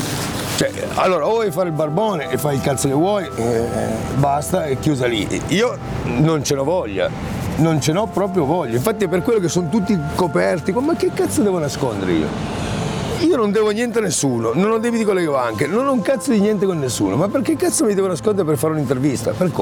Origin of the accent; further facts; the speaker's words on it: Turin, Piedmont, Italy; Ma la mia infanzia a Torino è andata benissimo. Guarda, io sono andato a scuola a San Giuseppe a Torino